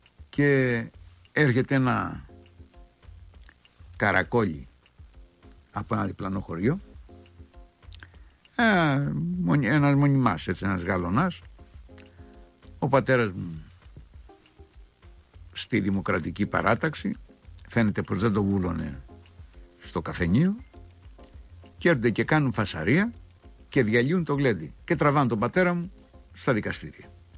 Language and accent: Greek; Agios Konstantinos, Greece; Χρόνια πολλά, τα Ι Κωνσταντίνου. Άγιος Κωνσταντίνος λέγεται το χωριό μου επάνω.